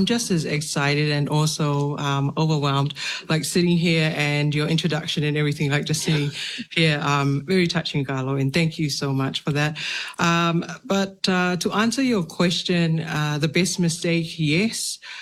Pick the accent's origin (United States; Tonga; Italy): Tonga; Nuku'alofa, Tongatapu; living and growing up in Nukualofa, the main cities, and going out to the outer islands and the rural areas.